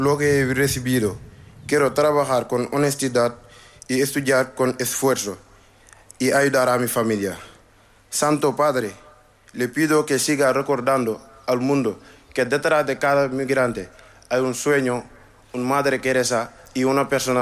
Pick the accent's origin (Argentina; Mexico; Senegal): Senegal; Spanish is a second language; now in Tenerife, Spain; tengo 20 años y soy de Senegal.